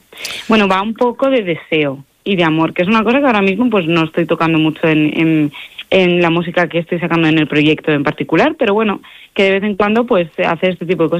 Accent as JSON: {"language": "Spanish", "country": "Spain", "tie": "born or raised there", "lives_now": "Madrid, Spain", "said": "es que realmente mi pueblo es Martí Agosta, realmente alejado de España en general, está al lado de Portugal, en la raya, por esa zona"}